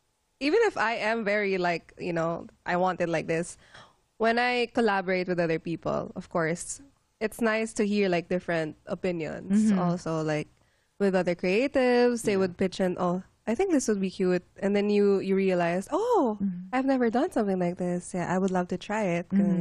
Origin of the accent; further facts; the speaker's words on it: Manila, Metro Manila, Philippines; moved away; not a lot of people know that I grew up in Tondo.